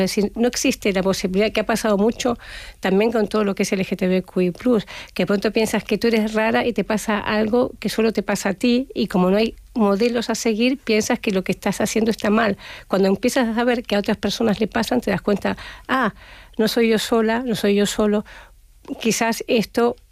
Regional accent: Argentina; yo he vivido, yo soy argentina, en Argentina, de los años 80 o 70

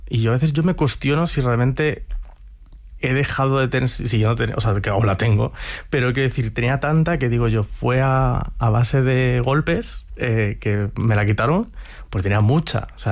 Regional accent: Ourense, Galicia, Spain; Entonces, a mí me daba miedo Urense. Me daba miedo esa vuelta a mi ciudad natal.

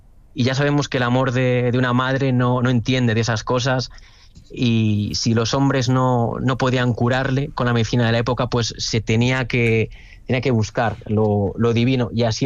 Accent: Alcañices, Castile and León, Spain; que los zamoranos lo tengamos ahí un poco quizás olvidado, entre los que yo me incluyo. Por ejemplo, mi pueblo de Alcañices está a 100 kilómetros

